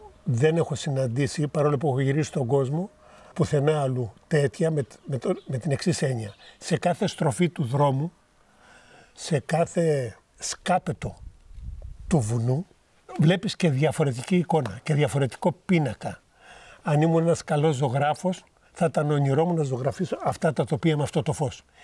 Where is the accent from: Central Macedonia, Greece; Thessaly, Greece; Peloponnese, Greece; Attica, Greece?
Peloponnese, Greece; Γιατί οι επισκέπτες λατρεύουν τη Μάνη και ξανάρχονται? Σκεφτείτε, εμείς που γεννηθήκαμε, βιώσαμε, αντρωθήκαμε σε αυτό το τ